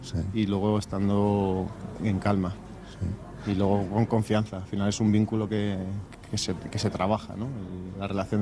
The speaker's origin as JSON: {"language": "Spanish", "town": "Alcorcón", "region": "Community of Madrid", "country": "Spain", "tie": "born or raised there", "said": "No, no, yo me crié en Alcorcón y salí corriendo de allí."}